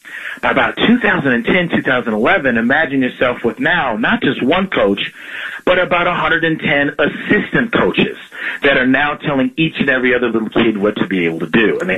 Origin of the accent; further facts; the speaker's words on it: Ann Arbor, Michigan, United States; born there; also born or lived in Kansas / Texas / Bridgetown, Barbados / Melbourne, Australia; I was born in Ann Arbor, Michigan, and I was raised actually in several states. In Kansas, Texas, and Bridgetown, Barbados, and Melbourne, Australia.